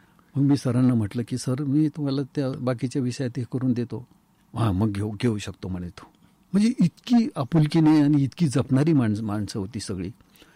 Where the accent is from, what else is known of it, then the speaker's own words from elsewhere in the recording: Nighoj, Maharashtra, India; निगोज हे आमचं मूळ गाव। बरं, मग निगोजून मग वडझिऱ्याला गेलो।